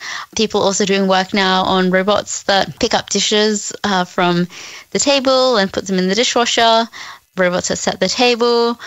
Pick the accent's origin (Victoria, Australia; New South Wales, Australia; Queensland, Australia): Queensland, Australia; Cairns; even though I grew up in Cairns and far north Queensland, I could type in anything